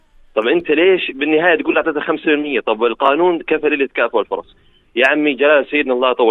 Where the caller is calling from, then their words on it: Jordan; انا طالب اردني